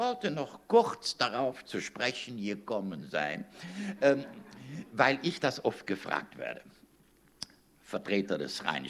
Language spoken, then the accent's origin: German; Southern Germany, Germany; now in Rhineland, Germany; Ich komme ja aus dem Süddeutschen